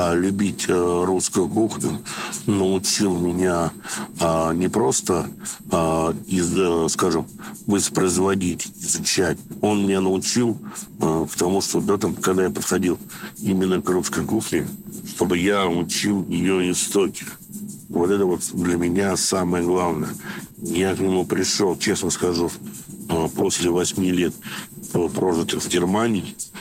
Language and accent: Russian; Moscow, Russia; born there; Я родился в Москве, но корни у меня очень много с Украины.